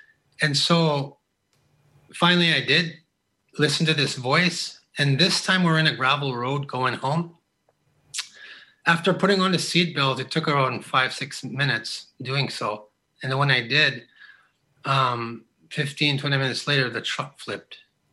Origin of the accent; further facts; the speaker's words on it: Pinehouse, Saskatchewan, Canada; I've been born and raised in Pinehouse, a Métis settlement. I've been there most of my life. Went through school there